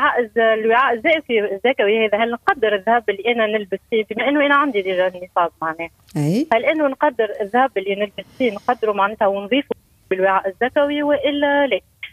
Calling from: Bizerte, Bizerte Governorate, Tunisia; من بنزرت.

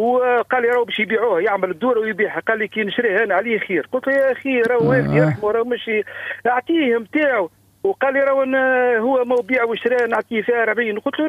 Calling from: Tunisia

